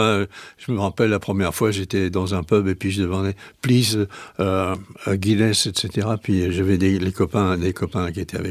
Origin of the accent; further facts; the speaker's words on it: Nantes, Pays de la Loire, France; Eh ben je suis nantais.